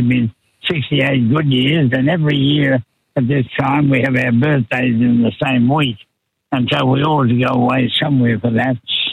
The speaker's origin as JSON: {"language": "English", "country": "Australia", "said": "We're going to talk about how we can become better Australians and think about what we can do to make us a caring"}